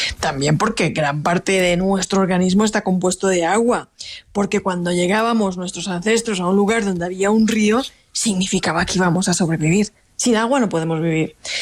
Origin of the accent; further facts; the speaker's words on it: Alicante, Valencian Community, Spain; yo por ejemplo, que soy del Mediterráneo, de Alicante